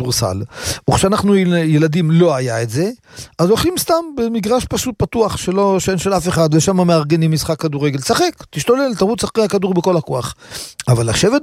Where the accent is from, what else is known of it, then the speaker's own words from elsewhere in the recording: Kiryat Ata, Haifa District, Israel; בתור ילד, גרתי בכפר עטה. בכפר עטה היה בית חרושת גדול, שקוראים לו בית חרושת עטה.